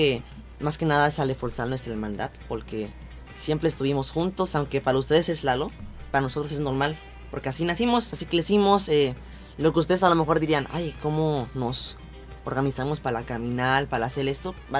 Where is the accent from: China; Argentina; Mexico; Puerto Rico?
China; Nosotros venimos de China.